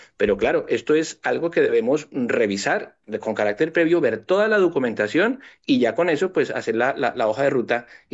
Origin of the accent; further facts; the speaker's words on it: Colombia; las personas que somos de origen colombiano